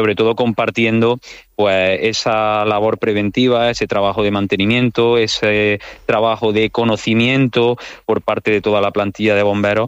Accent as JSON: {"language": "Spanish", "town": "Córdoba", "region": "Andalusia", "country": "Spain", "said": "los que somos de aquí de Córdoba"}